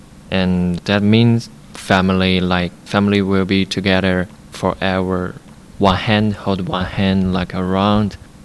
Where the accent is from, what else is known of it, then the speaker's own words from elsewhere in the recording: China; English is a second language; I'm from China. I'm 10th grade in Berkshire High School. We don't have the Thanksgiving Day in China, but we have the Mid-Autumn Festival.